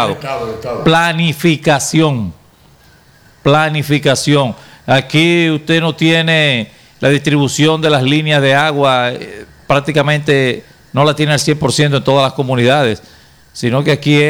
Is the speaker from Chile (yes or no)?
no; Dominican Republic; somos así los dominicanos